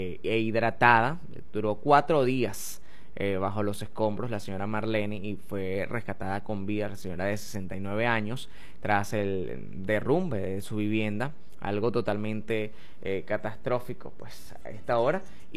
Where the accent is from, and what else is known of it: Venezuela